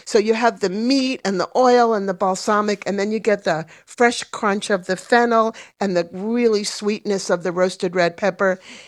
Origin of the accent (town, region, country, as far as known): New York, United States; born or raised there